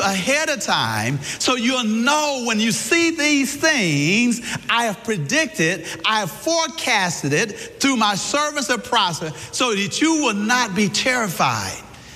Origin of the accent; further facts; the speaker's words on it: Kansas, United States; also born or lived in Missouri; But I grew up in Kansas and Missouri, and that was Tornado